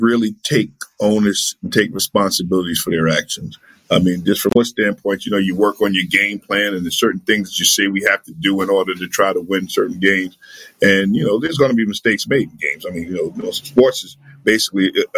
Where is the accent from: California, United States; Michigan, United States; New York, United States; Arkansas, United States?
New York, United States; New York City; growing up in the South Bronx